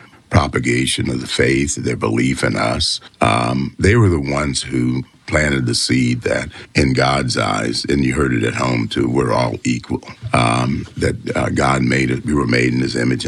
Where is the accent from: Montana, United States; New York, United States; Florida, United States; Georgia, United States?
Georgia, United States; Pinpoint; born there; Well, I was born in Pinpoint, but I had most of my growing up, I've been fortunate.